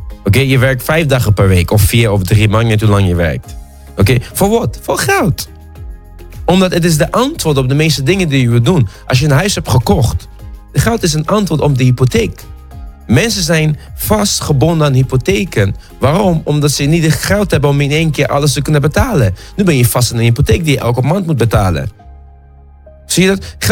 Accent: The Hague, South Holland, Netherlands; now in Delft, Netherlands; Ik woon in Den Haag, ik kom uit Den Haag. Nee, ik woon in Delft, maar ik kom uit Den Haag oorspronkelijk. Delft is naast Den Haag.

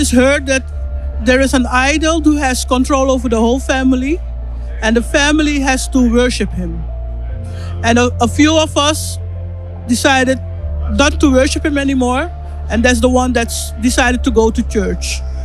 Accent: Netherlands; I'm from the Netherlands.

